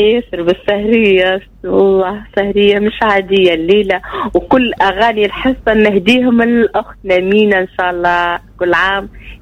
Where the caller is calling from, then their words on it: Menzel Chaker, Sfax Governorate, Tunisia; من منزل شاكر.